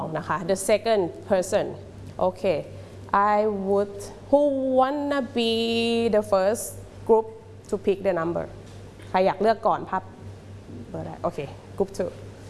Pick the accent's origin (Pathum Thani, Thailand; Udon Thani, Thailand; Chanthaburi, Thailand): Udon Thani, Thailand; I am from Udon Thani นะคะ จังหวัดอุดรธานีที่ภาคอีสานของเรานี่เองนะคะ